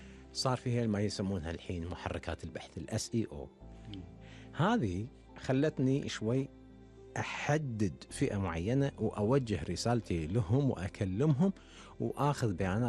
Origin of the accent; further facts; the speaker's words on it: Kuwait; عندنا بالكويت